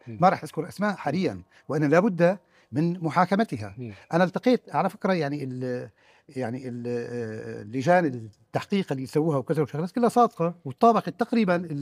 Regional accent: Syria

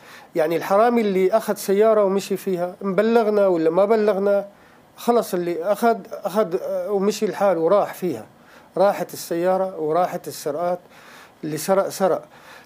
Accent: Artouz, Rif Dimashq, Syria; ببلدتنا أرطوز.

